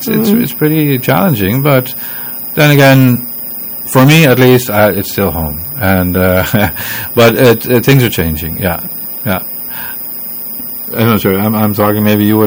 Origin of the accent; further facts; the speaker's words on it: Bonaire, Caribbean Netherlands; also born or lived in Curacao; I grew up on Bonaire